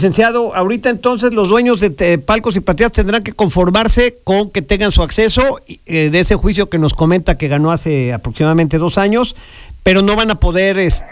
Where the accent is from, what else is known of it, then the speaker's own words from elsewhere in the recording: Mexico; Pero somos mexicanos, cabrón.